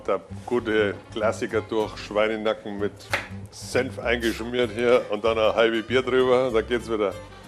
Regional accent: Bavaria, Germany; wo ich komme aus Bayern

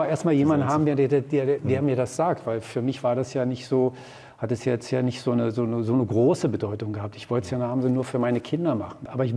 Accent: Germany; ja, ich bin in der DDR groß geworden, bin dort sozialisiert, war im Gefängnis.

